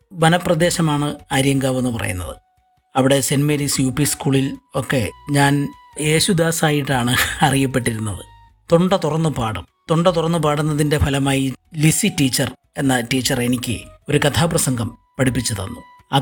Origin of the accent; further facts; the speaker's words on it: Aryankavu, Kerala, India; born there; accent: Kollam slang; also born or lived in Chempur, Kattakada, Thiruvananthapuram; അല്ലെങ്കിൽ തിരുവനന്തപുരത്തിൻ്റെ സംഭാഷണ ശൈലി എന്നിൽ നിന്ന് അകന്നുപോയി. 7 വയസ്സുമുതൽ ഞാൻ പഠിച്ച സ്ഥലം കൊല്ലം ജില്ലയായതുകൊണ്ട് കൊല്ലത്തിൻ്റെ ഒരു സ്ലാങ്ങാണ് അല്ലെങ്കിൽ കൊല്ലത്തിൻ്റെ ഒരു ഭാഷ പ്രയോഗ രീതിയാണ് എൻ്റെ പ്രയോഗത്തിലൊക്കെ കടന്നുകൂടിയത്